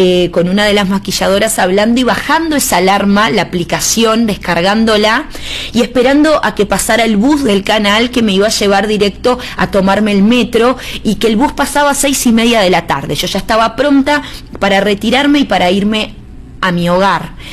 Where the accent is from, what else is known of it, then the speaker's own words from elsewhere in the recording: Uruguay; now in Venezuela; como uruguaya que soy